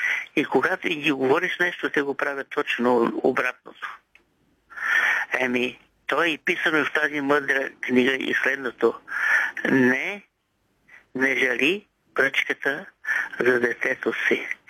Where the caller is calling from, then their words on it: Vratsa, Vratsa Province, Bulgaria; от Враца.